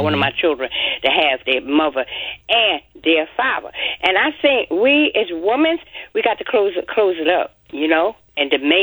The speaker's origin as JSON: {"language": "English", "town": "Philadelphia", "region": "Pennsylvania", "country": "United States", "said": "I just started like 2 months ago, and I'm from Philadelphia."}